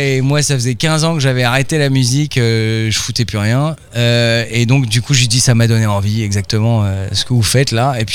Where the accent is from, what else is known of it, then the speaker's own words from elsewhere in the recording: Paris, Île-de-France, France; moved away as an adult; now in Brittany, France; moi, à la base, je suis de Paris, je suis venu habité en Bretagne